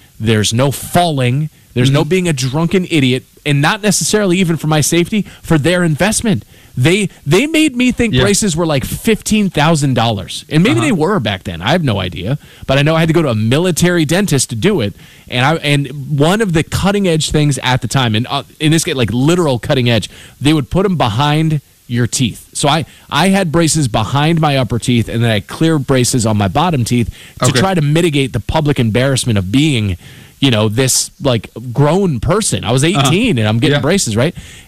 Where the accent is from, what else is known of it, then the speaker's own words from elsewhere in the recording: Virginia, United States; I'd say Virginia